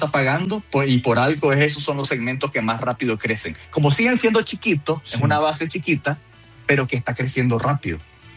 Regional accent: Colombia; seguir promoviendo el consumo de esta bebida, que es parte de nuestra cultura como colombiano

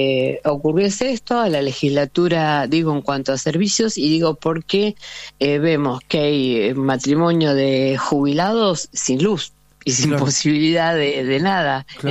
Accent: Pergamino, Buenos Aires Province, Argentina; yo soy de Pergamino.

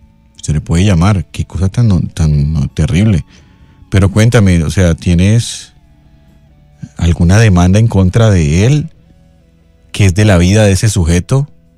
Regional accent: Bogotá, Colombia; now in Puerto Colombia, Colombia; Soy de Bogotá, pero vivo en Puerto Colombia.

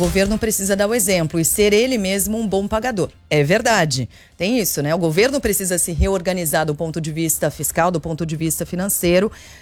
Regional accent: Brazil

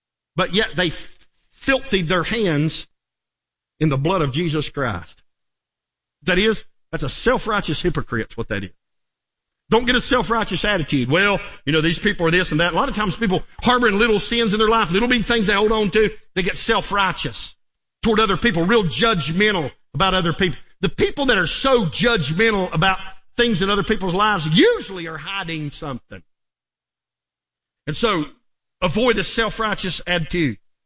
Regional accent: North Carolina, United States; I'm from North Carolina. I ain't used to hearing moose jump in the creek.

